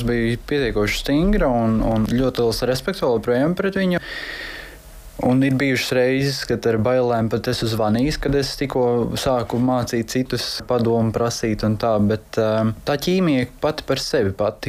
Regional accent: Ērgļi, Vidzeme, Latvia; moved away; also born or lived in Ogre; es esmu ne rīdzinieks, bet laucinieks, es esmu no Madonas novada Ērgļiem nācis

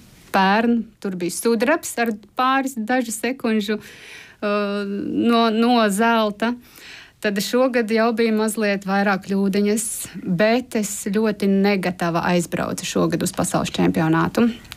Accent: Jelgava, Zemgale, Latvia; born there; also born or lived in Viļaka

